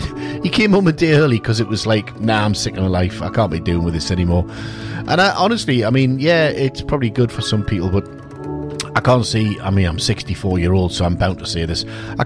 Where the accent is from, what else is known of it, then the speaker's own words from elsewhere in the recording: South Shields, North East England, United Kingdom; the very first lifeboat ever in the world was invented right here in my hometown of South Shields.